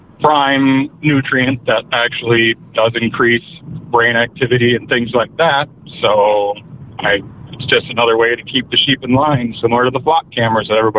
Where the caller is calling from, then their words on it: South Dakota, United States; South Dakota.